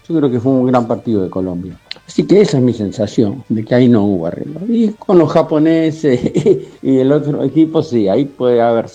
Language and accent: Spanish; Quilmes, Buenos Aires Province, Argentina; soy de Quilmes.